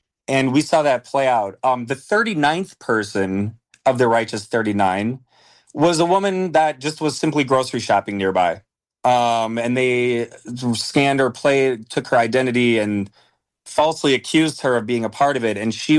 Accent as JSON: {"language": "English", "town": "Minneapolis", "region": "Minnesota", "country": "United States", "tie": "born or raised there", "said": "But me, even just growing up in Southside, in Minneapolis, you know, I had family, my parents had friends, I had teachers along the way."}